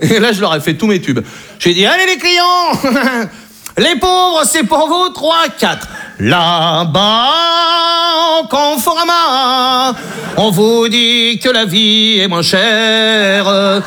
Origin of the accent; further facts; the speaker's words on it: Brittany, France; je suis breton, j'ai 20 ans.